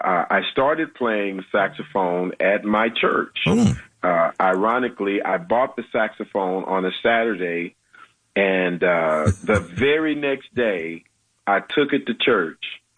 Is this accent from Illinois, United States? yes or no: no; Fort Worth, Texas, United States; my hometown. Which is Fort Worth, Texas.